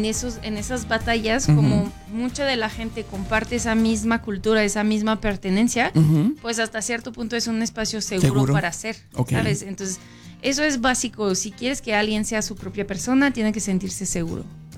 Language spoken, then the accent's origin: Spanish; Mexico; De que no siento que pertenezco como mexicano, porque uh-huh. se ha perdido mucho de la cultura mexicana.